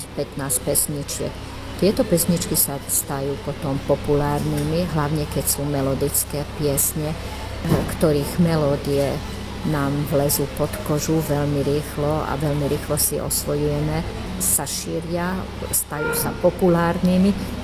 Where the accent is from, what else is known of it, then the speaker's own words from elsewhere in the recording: Pilis, Hungary; ja pochádzam z druhej strany vrchu, kde máme trošku iné nárečie ako v Kestúci